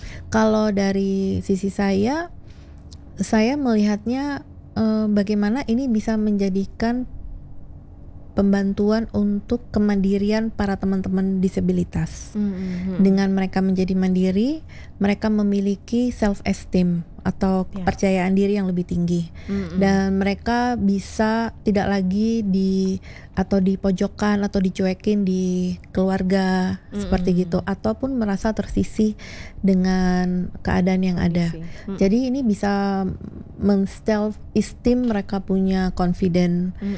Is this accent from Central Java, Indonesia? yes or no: no; Surabaya, East Java, Indonesia; now in Bali, Indonesia; saya asli Surabaya.